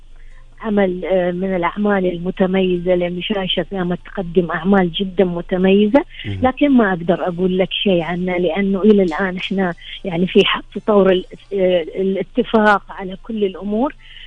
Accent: Bahrain; البحرين بلد الأمان والسلام والاستقرار، الحمد لله. الله يتمم علينا أمننا واستقرارنا

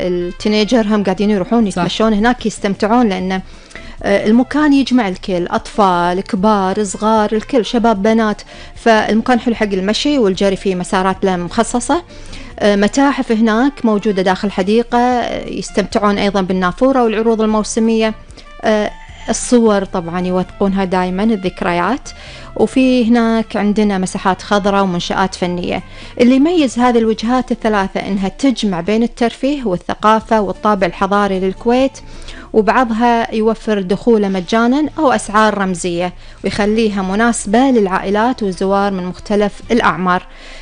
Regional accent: Kuwait

